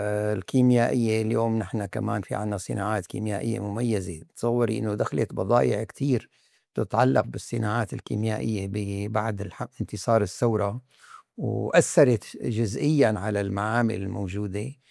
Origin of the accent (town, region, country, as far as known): Syria